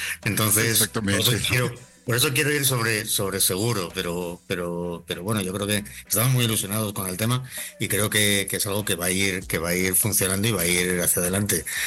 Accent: Gijón, Asturias, Spain; now in Mexico; Del norte, de Gijón.

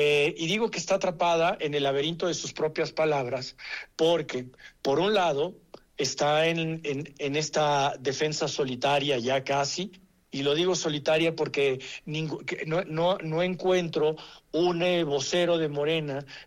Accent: Mexico

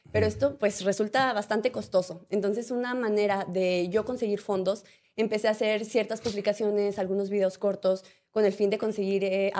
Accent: San Juanito, Chihuahua, Mexico; Básicamente toda mi vida la he pasado ahí en mi hermoso pueblo de San Juanito.

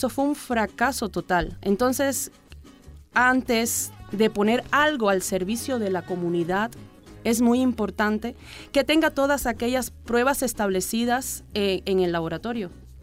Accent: Cuba; moved away; como decimos en Cuba, de donde yo vengo

